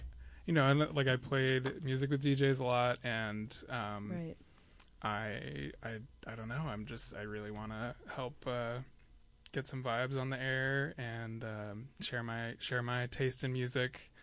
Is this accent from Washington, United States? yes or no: yes; Seattle, Washington, United States; now in Juneau, United States; I'm from Seattle, and so I listened to KEXP a lot in Seattle